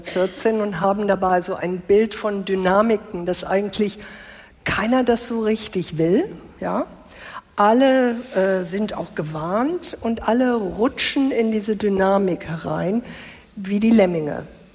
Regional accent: England, United Kingdom; moved away; Ich bin in England groß geworden

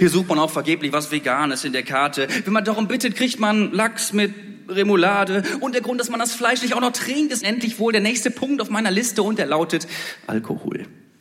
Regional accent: Bad Bentheim, Lower Saxony, Germany; now in Switzerland; Die Liebe hat mich auch ein bisschen in die Schweiz gebracht, wo ich hier angekündigt wurde. Ich komme aber nicht ursprünglich aus der Schweiz, ich komme nämlich aus Bad Bentheim, dem schönen Bad Bentheim.

